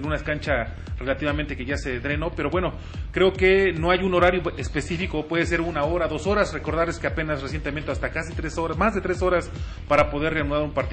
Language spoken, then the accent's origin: Spanish; Mexico; nosotros como mexicanos